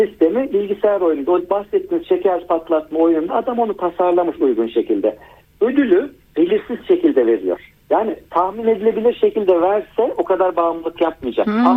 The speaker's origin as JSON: {"language": "Turkish", "region": "Trabzon", "country": "Turkey", "said": "ama ben de Trabzonluyum. Karadeniz olarak babamın bir kayığı var."}